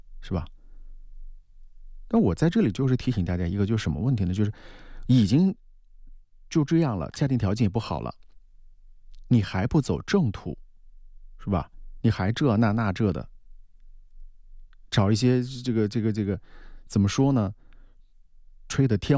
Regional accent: Wuhan, Hubei, China; 我们武汉人就说

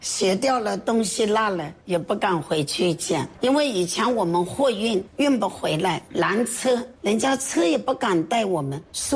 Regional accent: Yiwu, Zhejiang, China; 作为我义乌人太幸福了

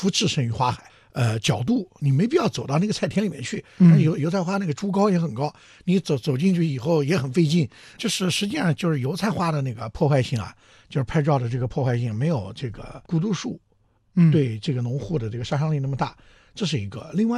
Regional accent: Anhui, China; 因为我是南方人嘛，我是安徽人

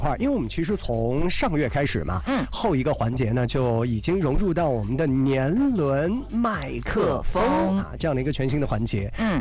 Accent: Hefei, Anhui, China; 我们合肥人

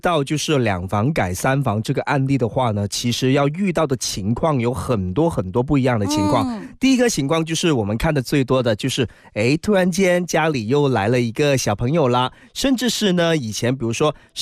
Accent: China; 毕竟呢我们中国人的传统叫做男女授受不亲嘛

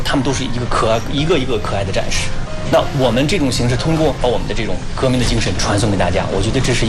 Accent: China; 我们中国人

